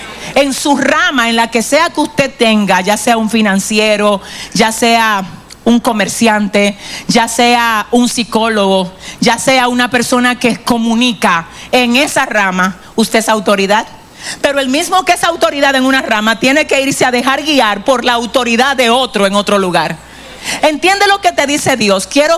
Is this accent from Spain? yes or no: no; Sabana Perdida, Santo Domingo, Dominican Republic; yo vengo de Sabana Perdida a la ciudad